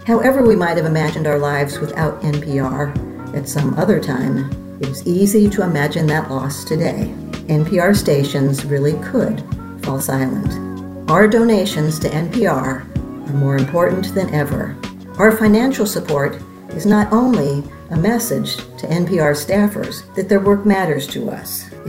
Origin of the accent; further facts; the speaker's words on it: Rockford, Illinois, United States; from Rockford.